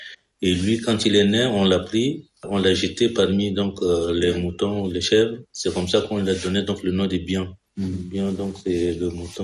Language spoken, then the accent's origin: French; Chad; j'ai fait toute mon enfance à Bangor. J'ai pratiquement grandi donc à Bangor. J'ai fait donc mon parcours scolaire également donc à Bangor.